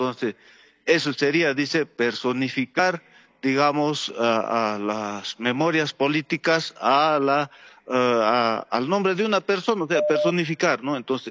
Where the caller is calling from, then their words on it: Potosí, Bolivia; desde el sudoeste potosino.